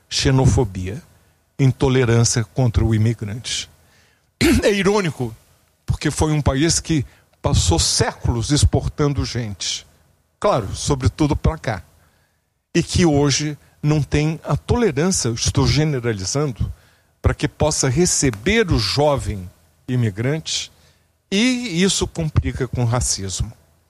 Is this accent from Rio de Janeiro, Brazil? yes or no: yes; Rio de Janeiro, Brazil; born there; Fizemos um projeto piloto no bairro onde eu nasci, que é o mais envelhecido da América Latina, Copacabana.